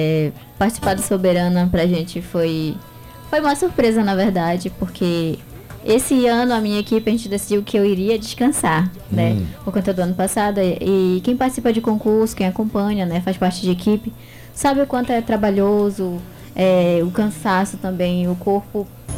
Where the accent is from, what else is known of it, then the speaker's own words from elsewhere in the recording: Santana, Amapá, Brazil; moved away as an adult; now in Macapá, Brazil; Eu sou de Santana.